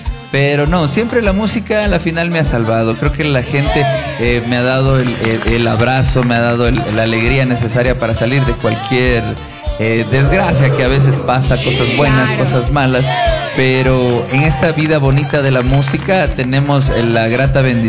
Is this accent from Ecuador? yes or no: yes; Ecuador; Somos ecuatorianos de corazón